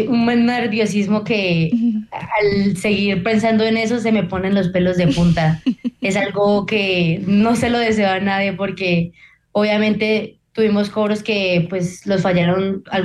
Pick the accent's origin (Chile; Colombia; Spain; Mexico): Colombia; somos colombianos y pues el corazón de un colombiano es muy difícil de quebrar.